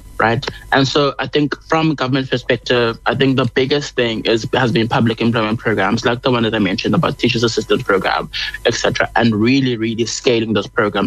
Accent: South Africa; As a South African, as a nation, I think we need to look at how people are engaging with this topic

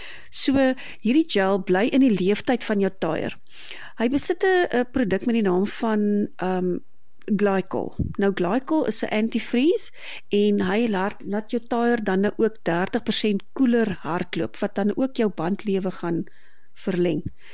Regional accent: Kempton Park, Gauteng, South Africa; born there; now in Hartenbos, South Africa; Ek is gebore in Kempton Park, Johannesburg. Ons het verhuis in 2021 waar ons dan ook tans in Hartenbos bly.

